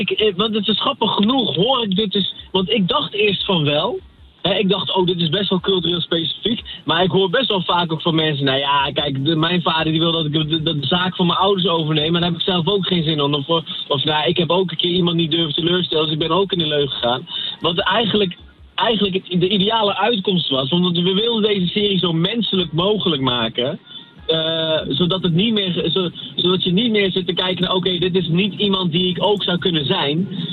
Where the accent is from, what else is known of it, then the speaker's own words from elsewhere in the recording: North Brabant, Netherlands; Ik denk dat, ja, jullie zijn zelf Brabant, dus er zitten genoeg Marokkanen in Brabant. Want ja, ik ben zelf ook uit Brabant.